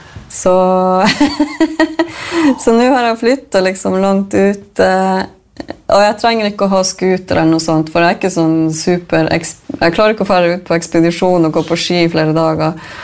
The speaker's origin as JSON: {"language": "Swedish", "country": "Norway", "said": "Jag tänkte, ja, jag är ju same. Såklart har jag lov till att bo i en lavvo och gamme hvis jag vill, men i följe norske lover så har jag ju inte det då."}